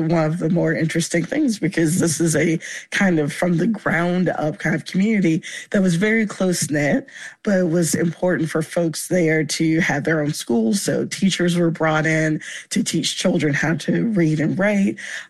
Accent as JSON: {"language": "English", "region": "Virginia", "country": "United States", "tie": "born or raised there", "said": "I grew up in Virginia."}